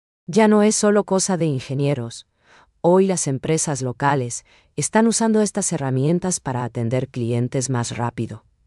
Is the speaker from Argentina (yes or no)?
no; Paraguay